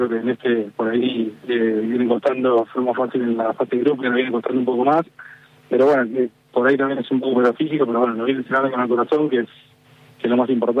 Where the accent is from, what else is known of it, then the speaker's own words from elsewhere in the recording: Argentina; yo como argentino te voy a decir que quiero ganar Argentina